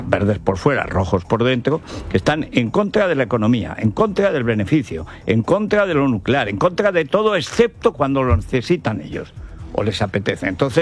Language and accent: Spanish; Spain; born there; moved away; en Molina de Aragón, toda esa parte que llega hasta Orea, que está pegada a mi pueblo